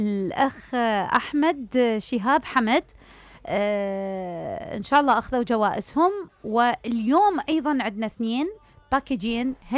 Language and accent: Arabic; Iraq; احنا كعراقيين